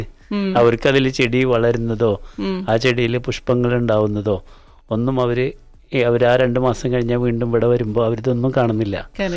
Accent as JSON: {"language": "Malayalam", "town": "Thrissur", "region": "Kerala", "country": "India", "tie": "born or raised there", "said": "തൃശ്ശൂർ ഞങ്ങളുടെ നാട്ടിലെ"}